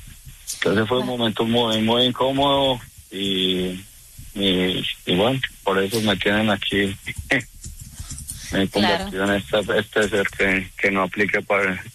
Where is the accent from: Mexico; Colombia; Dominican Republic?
Colombia; Paisa region; now in United States; somos de sangre paisa, sangre de arrieros, yo fui exmilitar en Colombia